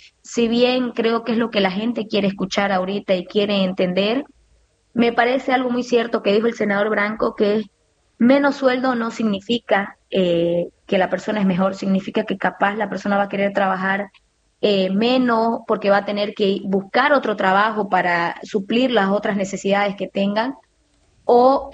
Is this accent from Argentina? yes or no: no; Warnes, Santa Cruz, Bolivia; nosotros aquí en Santa Cruz, yo soy de Guarnes, una sí. ciudad que es al norte de Santa Cruz, somos productores. Entonces yo tengo aquí en mi casa, ¿verdad?, al frente, vacas